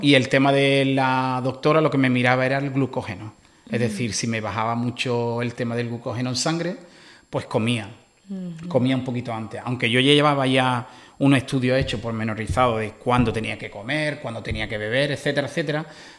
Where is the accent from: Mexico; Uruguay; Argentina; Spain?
Spain; Algeciras, Andalusia; moved away as an adult; now in Canary Islands, Spain